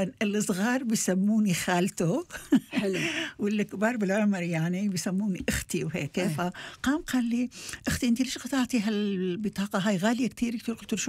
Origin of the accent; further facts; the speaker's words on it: Qamishli, Al-Hasakah Governorate, Syria; born there; moved away as an adult; أنا البلدة اللي جيت منها نحن بنسميها زالين السرياني القامشلي، تقريبا فيك تقولي على حدود يعني ما مش بعيدة عن الموصل.